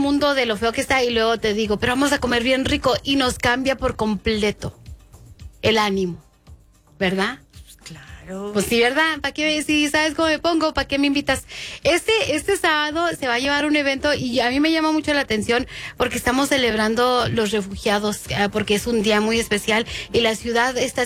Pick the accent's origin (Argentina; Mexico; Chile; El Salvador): Mexico; now in Albuquerque, United States; nosotros somos mexicanos aquí